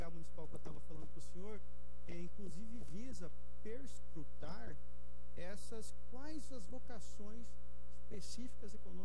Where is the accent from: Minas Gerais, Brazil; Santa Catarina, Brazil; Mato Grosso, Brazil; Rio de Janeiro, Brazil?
Mato Grosso, Brazil; Eu venho lá do Mato Grosso